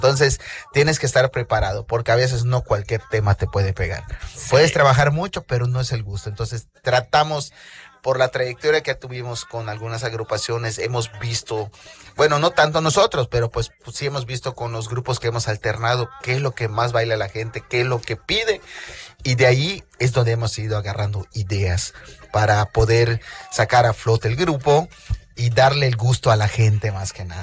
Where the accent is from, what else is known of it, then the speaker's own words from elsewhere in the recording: Mérida, Yucatán, Mexico; Nosotros somos originarios de Mérida.